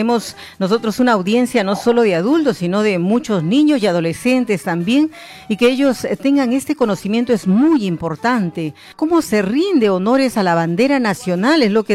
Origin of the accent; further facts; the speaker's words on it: Peru; nosotros como peruanos